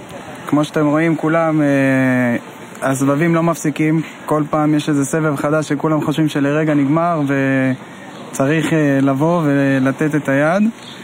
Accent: Southern District, Israel; אני במקור מעוטף עזה.

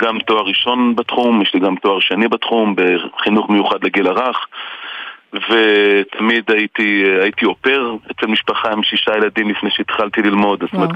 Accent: Central District, Israel; born or raised there

